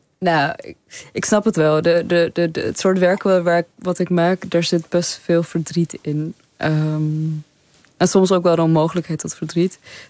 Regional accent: Netherlands; Oh nee, ik ben wel Nederlands. Of oh nee, ik kan wel Nederlands spreken. Ja. Oh, mijn accent is niet...

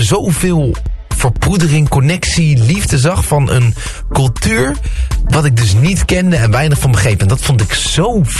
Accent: Netherlands; maar ik was bij … ik ben een Nederlandse, kwart Indonesisch, de rest gewoon Nederlands, spreek geen woord Spaans.

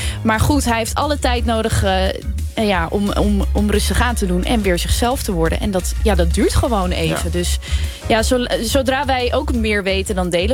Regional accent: Katwijk, South Holland, Netherlands; also born or lived in Rijnsburg; now in Hoofddorp, Netherlands; Ik kom oorspronkelijk uit Katwijk, bij Leiden. Ik woon in Hoofddorp.

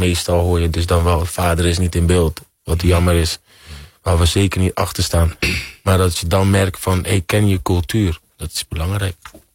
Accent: Curaçao; zit ik nu als een man met ik ben trots dat ik van Curaçao kom.

